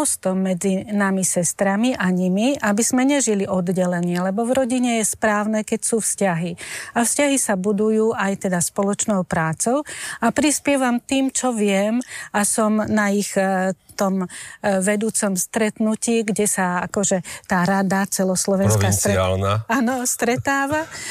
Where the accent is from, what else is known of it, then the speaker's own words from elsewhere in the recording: Veľké Úlany, Trnava Region, Slovakia; Veľké Úlany, okres Galanta.